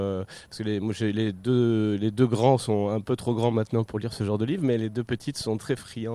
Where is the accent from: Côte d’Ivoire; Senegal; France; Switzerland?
Côte d’Ivoire; Abidjan; moved away as an adult; also born or lived in United States; J'ai grandi en Afrique, moi. J'ai grandi en Côte d'Ivoire, à Abidjan, pendant 20